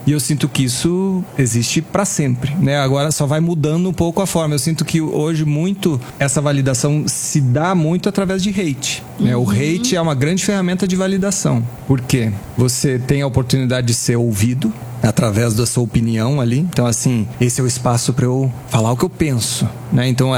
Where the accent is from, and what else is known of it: Rio Grande do Sul, Brazil; born or raised there; accent: gaúcho; also born or lived in Brasília